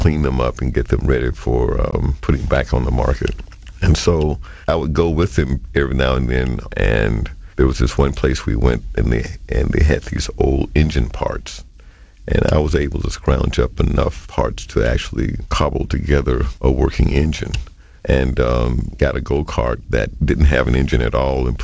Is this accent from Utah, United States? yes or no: no; Mobile, Alabama, United States; I grew up in Alabama. It was Mobile, Alabama.